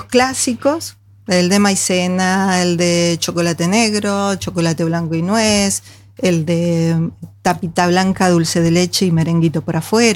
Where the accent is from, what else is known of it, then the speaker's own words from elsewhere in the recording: Buenos Aires Province, Argentina; now in Norway; vengo de la provincia de Buenos Aires, o sea que soy pampeana